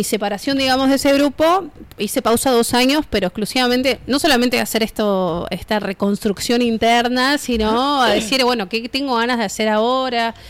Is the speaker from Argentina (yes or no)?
yes; Río Gallegos, Santa Cruz, Argentina; Soy de acá.